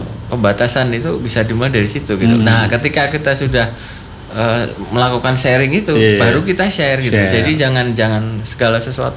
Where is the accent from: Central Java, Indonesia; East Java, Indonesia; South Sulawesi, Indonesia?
East Java, Indonesia; accent: East Javanese; kok aku Jawa Timurane metu